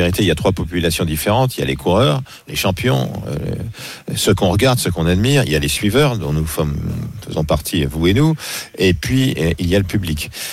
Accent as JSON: {"language": "French", "country": "France", "said": "je suis français"}